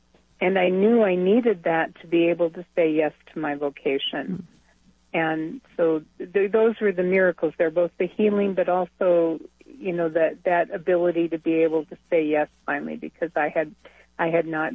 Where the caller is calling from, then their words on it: North Dakota, United States; I'm a Benedictine sister from North Dakota, but I'm traveling on my way to see family